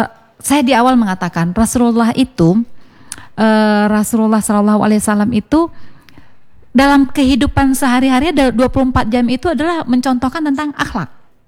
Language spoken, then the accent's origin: Indonesian; North Sumatra, Indonesia; Nah, kalau melihat dari tatanan bahasa, kalau kami orang Batak ini kan kau itu biasa, ya kan?